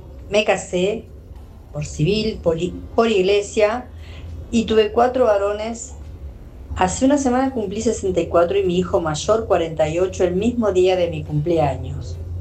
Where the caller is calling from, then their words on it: Gregorio de Laferrere, Buenos Aires Province, Argentina; de Gregorio de la Ferrere.